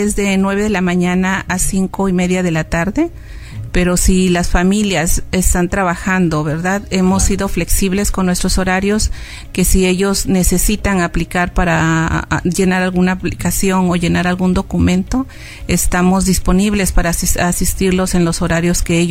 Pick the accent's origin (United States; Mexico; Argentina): Mexico; que se sientan orgullosos de que somos mexicanos, de las raíces y la cultura que tenemos